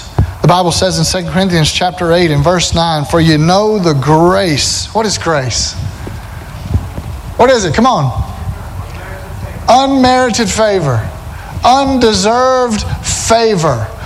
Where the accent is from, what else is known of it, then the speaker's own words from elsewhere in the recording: Alabama, United States; Yeah, I'm from Alabama. That's how we talk sometimes.